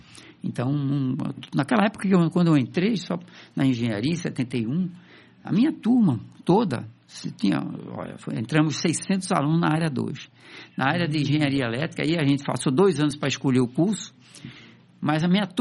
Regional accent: Recife, Pernambuco, Brazil; eu sou daqui do Recife, certo? Na verdade, eu nasci em Recife, mas meus pais são do interior, de Jaboatão, tá? Minha mãe era de Jaboatão, meu pai era do Cabo, mas ele era uma pessoa de famílias simples

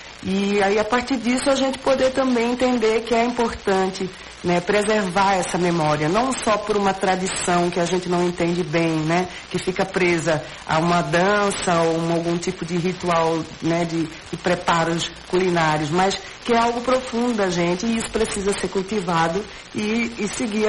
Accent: Limoeiro, Pernambuco, Brazil; Eu sou de Limoeiro

